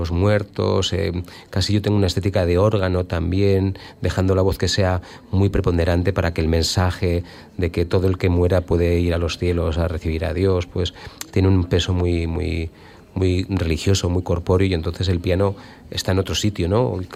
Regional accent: Bilbao, Basque Country, Spain; o sea que yo, como bilbaíno y vinculado al ciclo de Lid de la Arriaga, pues me parece un acierto grandísimo.

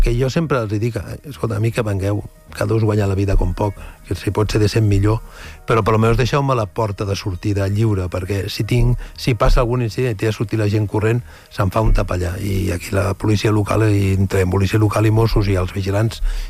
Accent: Catalonia, Spain; Sóc català, sóc patidor.

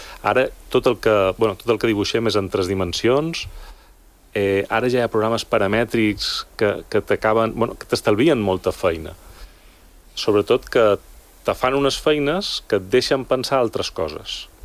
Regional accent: Balearic Islands, Spain; Bé, jo som de Mallorca

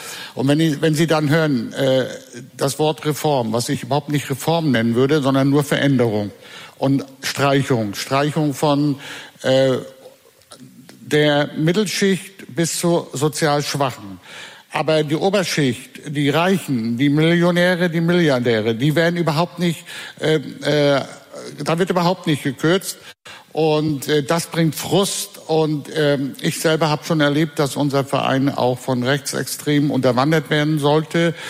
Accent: Rostock, Mecklenburg-Vorpommern, Germany; Ich komme aus Rostock Groß-Klein, einer der sogenannten, ich sage das ganz bewusst, sozialen Brennpunkte in Rostock. mit einem hohen Anteil von ausländischen Mitbürgern.

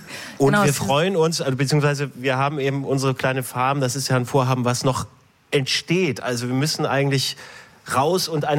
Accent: East Germany, Germany; Und wir kommen auch aus dem Osten, vielleicht liegt das daran.

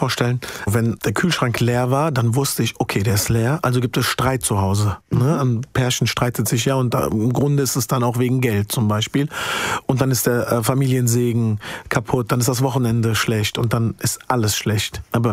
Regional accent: Wiesbaden, Hesse, Germany; accent: Hessian; Ich bin in Wiesbaden groß geworden, um ehrlich zu sein, in Mainz-Kostheim.

